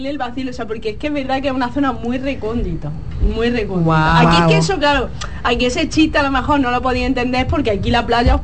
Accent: Andalusia, Spain; accent: Eastern Andalusian; also born or lived in Germany; now in Dominican Republic; es de Andalucía Oriental. Yo hago muchos chistes porque nosotros en mi zona, que sería Jaén, Granada, Almería, abrimos mucho las vocales, hablamos como así

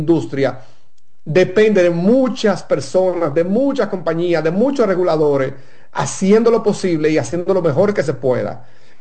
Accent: Dominican Republic

